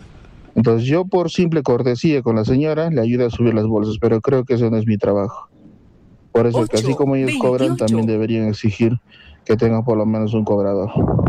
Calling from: Arequipa, Peru; Yo como ciudadano peruano y arequipeño, estoy de acuerdo en pagar $1.30

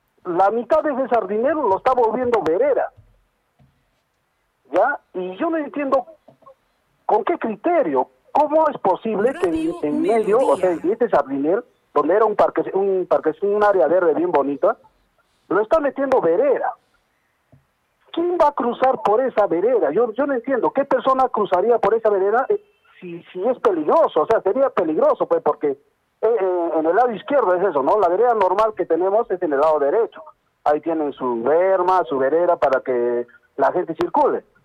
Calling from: Arequipa, Peru; estoy llamando de Mariano Melgar

